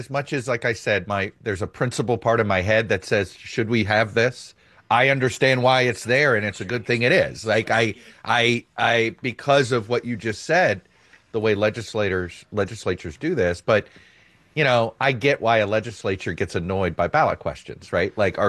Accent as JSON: {"language": "English", "region": "Florida", "country": "United States", "said": "you want to talk about the my home state of Florida"}